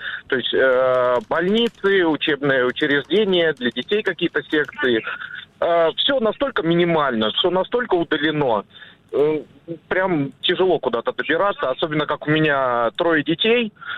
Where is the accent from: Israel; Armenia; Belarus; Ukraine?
Belarus; Minsk; now in Moscow Oblast, Russia; Ну, я родом вообще из Белоруссии